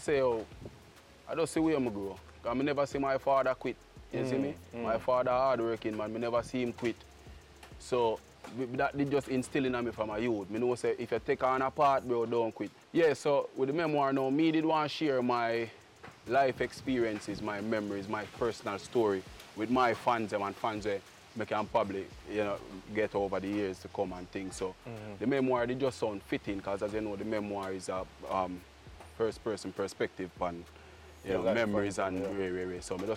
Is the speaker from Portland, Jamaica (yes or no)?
no; Saint Catherine, Jamaica; All right, so today you know you're there in my hometown, you see me? Which part I grew up, school in, you see me?